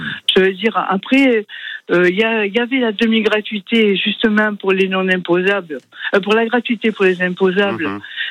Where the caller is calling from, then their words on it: Marseille, Provence-Alpes-Côte d'Azur, France; je suis à Marseille dans le 5e arrondissement.